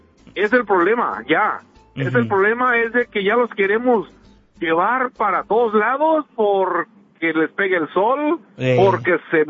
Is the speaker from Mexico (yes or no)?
yes; Mexico; moved away